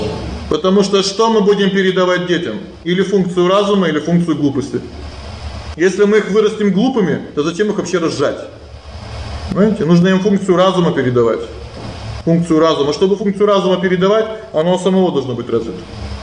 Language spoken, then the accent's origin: Russian; Khabarovsk, Khabarovsk Krai, Russia; born there; Я родился в Хабаровске, где я сейчас живу непонятно.